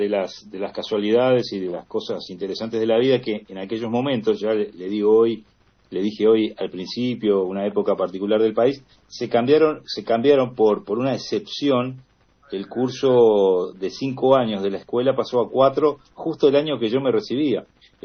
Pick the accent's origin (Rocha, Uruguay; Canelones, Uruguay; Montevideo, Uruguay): Montevideo, Uruguay; Bueno, nací en Montevideo, ahí en la conjunción entre La Blanqueada y Parque Valle. Uh-huh. Y ahí hice mis primeras armas, los primeros años. Después nos mudamos, la familia se mudó para Punta Gorda